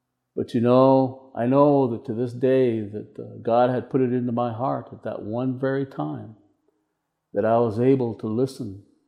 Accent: Tuba City, Arizona, United States; moved away; I'm from the Navajo tribe, originally from Tuba City, Arizona.

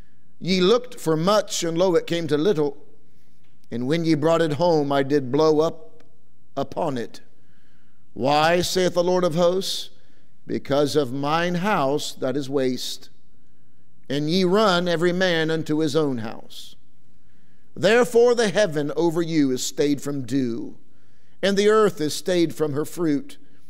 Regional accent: Ohio, United States; I already had a problem. I grew up in Ohio, so don't.

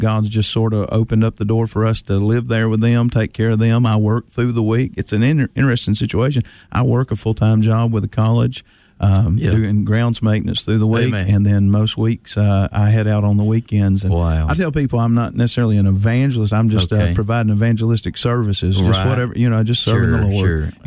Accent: Beverly Hills, Florida, United States; accent: North Georgia; Folks laugh when I say I'm from Beverly Hills in Florida, and they hear my North Georgia accent, and so they automatically make the connection that I'm a Beverly Hillbilly.

